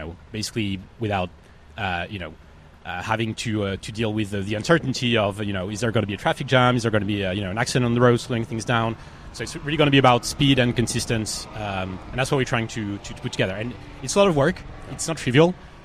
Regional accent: France; moved away; I'm originally from France

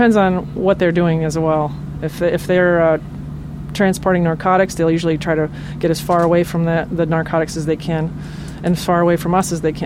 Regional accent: Wisconsin, United States; now in Yuma, United States; I'm originally from Wisconsin, so it's nice to be back home.

